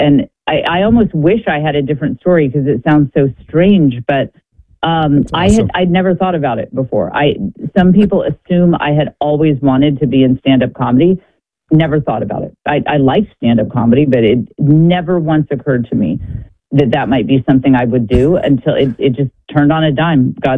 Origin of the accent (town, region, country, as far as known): Austin, Texas, United States